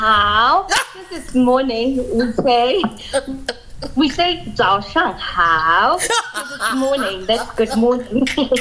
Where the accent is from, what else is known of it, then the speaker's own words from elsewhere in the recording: Springs, Gauteng, South Africa; now in Beijing, China; I'm originally from South Africa, from the East Rand side of Gauteng, in Springs, to be exact. I'm a child of God who lives and has been working in Beijing, China.